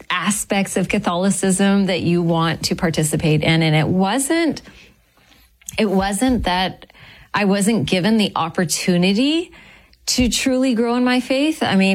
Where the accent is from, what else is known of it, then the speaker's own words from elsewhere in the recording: Sri Lanka; also born or lived in Calgary, Canada / Texas, United States; So I was born in Canada. Okay. I was born in Calgary, and then my family shifted to the States. So I grew up in Texas for a while, and then my parents sadly got divorced. And so my mom moved my brother and I to Sri Lanka